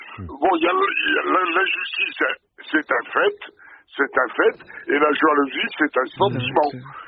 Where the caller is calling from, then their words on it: Toulouse, Occitanie, France; j'appelle de Toulouse.